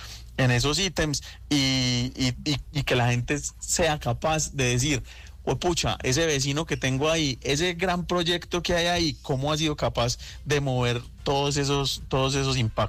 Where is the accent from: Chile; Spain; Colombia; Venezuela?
Colombia; Antioquia; como país, como raza, como antioqueños.